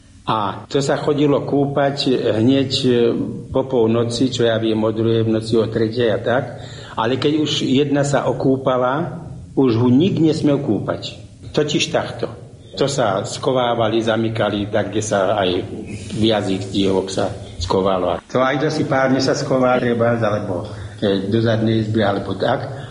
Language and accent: Slovak; Vyšný Sliač, Žilina Region, Slovakia; Ja som z Vyšného Sliača, potvočik do dedinou tiekov, aj tečie však doteraz.